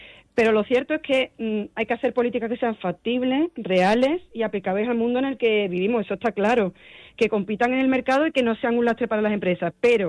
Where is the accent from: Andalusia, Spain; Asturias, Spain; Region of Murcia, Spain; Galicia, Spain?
Andalusia, Spain; nosotros como andaluces, en nuestra comunidad